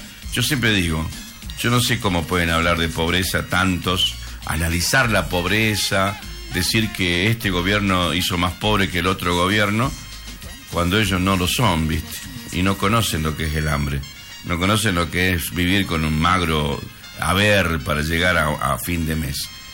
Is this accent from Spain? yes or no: no; Argentina; somos todos argentinos.